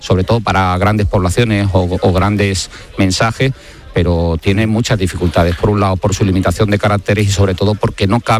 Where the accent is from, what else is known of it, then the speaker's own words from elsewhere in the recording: Cádiz, Andalusia, Spain; Si estuviera en mi tierra, en Cádiz, sería lo peor para el incendio.